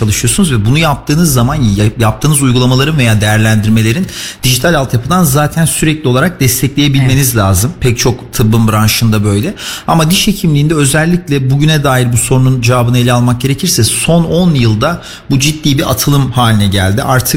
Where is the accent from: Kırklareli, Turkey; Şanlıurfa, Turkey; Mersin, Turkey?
Mersin, Turkey; moved away as an adult; also born or lived in Istanbul / Northern Cyprus; now in Kayseri, Turkey; 99 yılında Mersin'de doğdum. İlk orta ve lise öğrenimi orada tamamladım.